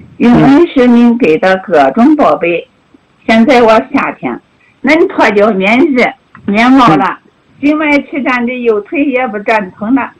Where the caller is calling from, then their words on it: Xinjiang, China; 我来自新疆巴州